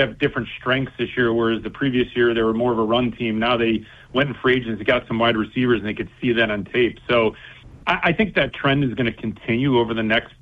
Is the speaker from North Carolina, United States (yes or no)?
no; Cleveland, Ohio, United States; born there